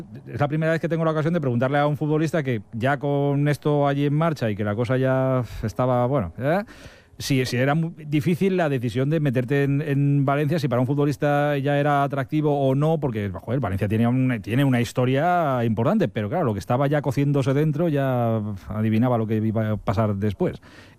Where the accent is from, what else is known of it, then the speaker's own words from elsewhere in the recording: Brazil; moved away as an adult; also born or lived in Italy; Sí, salí de Brasil.